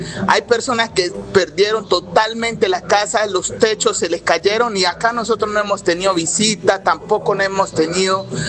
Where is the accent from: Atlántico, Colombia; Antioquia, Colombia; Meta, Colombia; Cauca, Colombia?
Cauca, Colombia; Caloto; Resulta que yo soy de acá, de Caloto. Acá en Caloto también tenemos personas que fueron damnificadas.